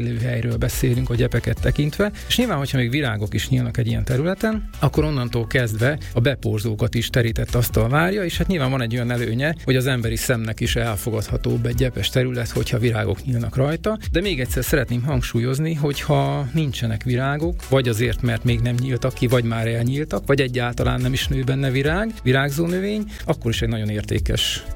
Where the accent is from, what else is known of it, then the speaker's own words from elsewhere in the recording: Debrecen, Hajdú-Bihar, Hungary; Én Debrecen egyik lakótelepén nőttem fel